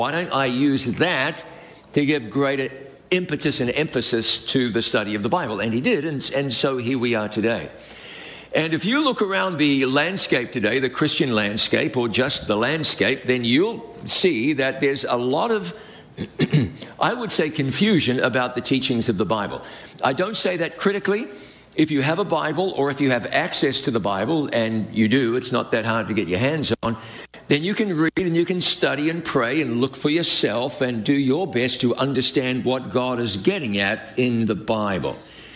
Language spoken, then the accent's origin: English; New Zealand; accent: New Zealand; now in United States; My accent comes from New Zealand. Have you seen where that is? That's why they call it Down Under. It's way down there. Now, by now, I've been in this country 30-plus years, so it's not a very good New Zealand accent anymore.